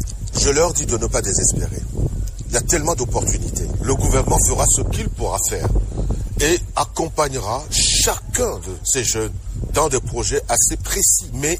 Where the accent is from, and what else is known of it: Togo